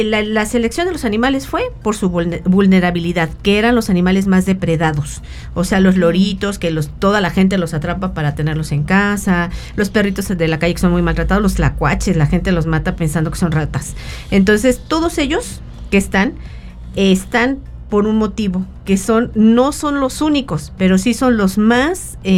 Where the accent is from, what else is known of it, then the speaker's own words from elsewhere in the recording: Mexico City, Mexico; moved away as an adult; now in San Luis Potosí, Mexico; Nosotros no somos de San Luis Potosí. Yo vengo de Ciudad de México